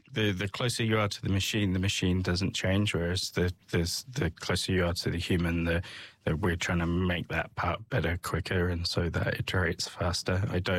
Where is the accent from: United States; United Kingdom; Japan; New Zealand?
United Kingdom; Southampton, South East England; also born or lived in Edinburgh; So I was brought up in England. So I went to King Edward's School in Southampton, did my GCSEs and my A-levels, and then went on to Edinburgh.